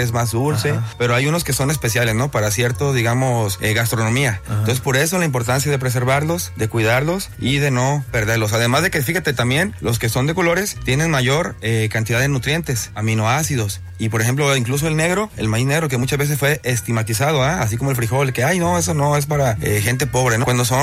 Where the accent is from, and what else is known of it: Mexico